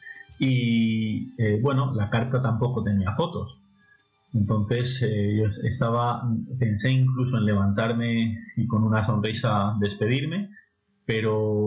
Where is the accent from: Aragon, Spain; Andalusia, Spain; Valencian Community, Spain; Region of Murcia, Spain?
Region of Murcia, Spain; yo como soy de Murcia, siempre voy al sur.